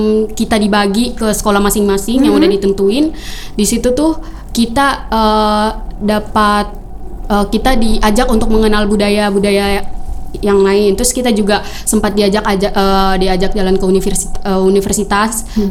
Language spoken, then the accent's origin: Indonesian; Jayapura, Papua, Indonesia; yang keterima dari provinsi saya ya, dari kota saya, kota Jayapura maksudnya ya.